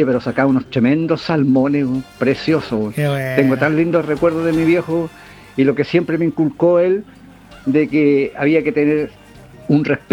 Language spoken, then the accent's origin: Spanish; Mulchén, Biobío, Chile; que yo me crié con ellos, en Muchén.